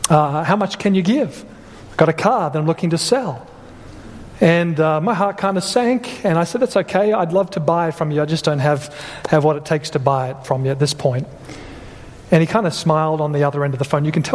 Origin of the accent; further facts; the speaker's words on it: Australia; moved away as an adult; And I was here from Australia. I came when I was 19.